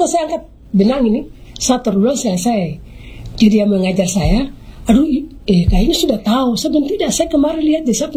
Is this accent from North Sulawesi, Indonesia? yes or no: no; Southwest Papua, Indonesia; jadi karena kami orang Mebrat selalu bayar harta.